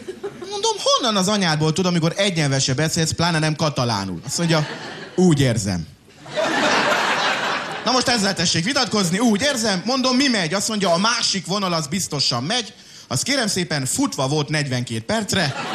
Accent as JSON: {"language": "Hungarian", "town": "Miskolc", "region": "Borsod-Abaúj-Zemplén", "country": "Hungary", "said": "mert miskolci vagyok"}